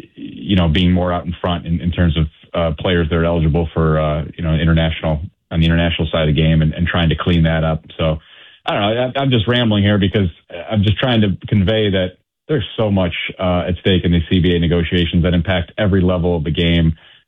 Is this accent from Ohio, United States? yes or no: yes; Cleveland, Ohio, United States; I come from a smaller market mentality. And I grew up in Cleveland